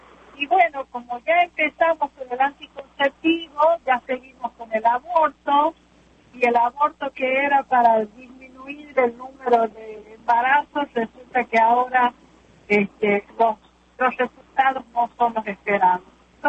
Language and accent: Spanish; Argentina; Nosotros en Argentina, yo soy de Argentina, nosotros a la cinta esa que pega le decimos cinta scotch.